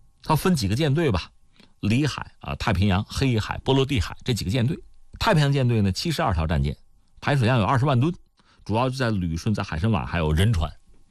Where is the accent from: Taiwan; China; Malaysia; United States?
China; 我们中国人心里面其实很不是滋味